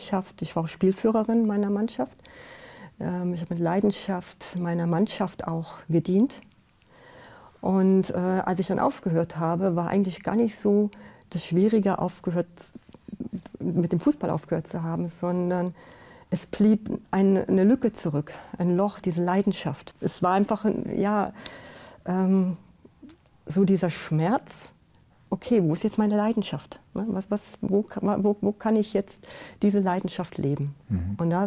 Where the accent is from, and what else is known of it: Germany